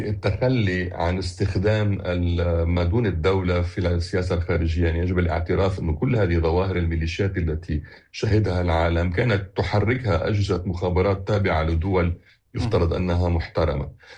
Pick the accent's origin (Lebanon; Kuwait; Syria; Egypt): Lebanon; كما حصل عندنا في لبنان